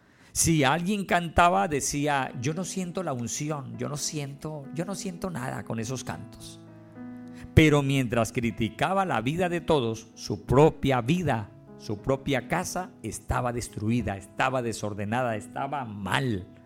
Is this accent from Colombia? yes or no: yes; Colombia; Esta es mi tierra, yo soy de aquí, yo nací aquí